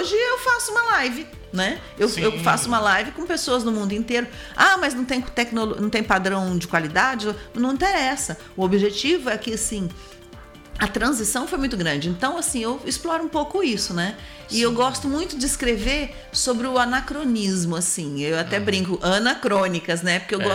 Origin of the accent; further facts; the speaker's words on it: Três Lagoas, Mato Grosso do Sul, Brazil; born there; eu nasci em Três Lagoas, nos anos 70